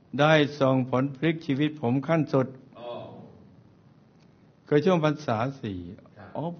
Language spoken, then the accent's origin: Thai; Southern Thailand, Thailand; moved away; ผมก็คนใต้